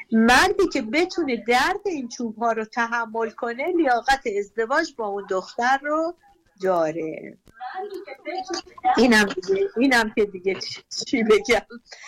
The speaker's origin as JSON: {"language": "Persian", "town": "Mashhad", "region": "Razavi Khorasan", "country": "Iran", "said": "بله، من مشهدیم."}